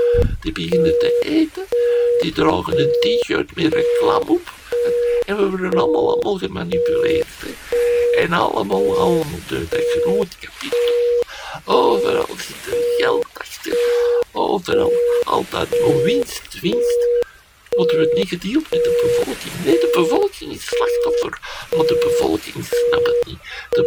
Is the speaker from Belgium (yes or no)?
yes; Belgium; Alleen, als Belg moet er maar geen slechte frietjes serveren.